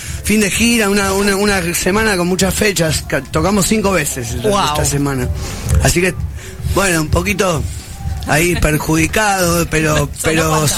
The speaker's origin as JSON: {"language": "Spanish", "country": "Argentina", "said": "medio tanguero, por ahí medio porteño, pero yo qué sé, creo que nos representa un poco, viste, cuando vas a otros países, lo primero que te dicen, ¿de dónde sos, argentino?"}